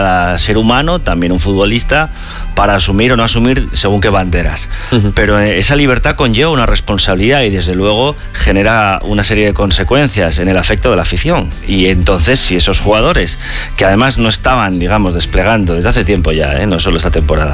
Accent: Spain; por supuesto que yo como madridista, pero antes como español, y también como liberal

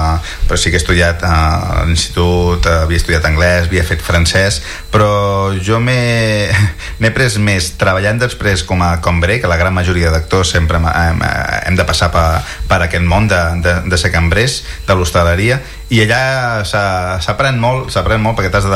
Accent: L'Escala, Catalonia, Spain; now in Sant Julià de Ramis, Spain; Jo sóc de l'Escala, sóc de poble, ja a l'estiu quan ve molta gent m'estressa molt. Ara fa molts anys que estic visquent a Sant Julià de Ramis, que és un poble molt tranquil, molt tranquil, encara que estigui al costat de Girona.

